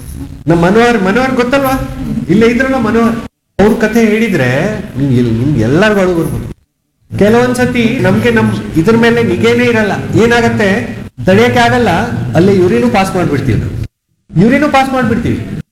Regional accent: Gujarat, India; moved away; ನಾನು ಗುಜರಾತ್ ಇಂದ ಬಂದಿದ್ದೀನಿ, ಆಯ್ತಾ? ನಂದು ಗುಜರಾತ್ ಸ್ಟೇಟ್, ಇಲ್ಲೇ ಬಂದು 20 ವರ್ಷ ಆಯ್ತು

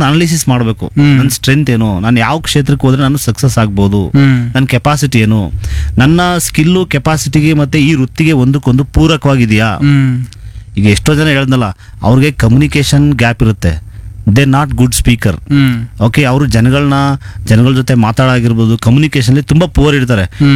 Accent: Mysuru district, Karnataka, India; ನಮ್ಮ ಕೋಟೆಯಲ್ಲಿ ಸೈನ್ಸ್ ಕಾಲೇಜ್ಗಳು ಒಂದಷ್ಟು ಆಗಿದೆ.

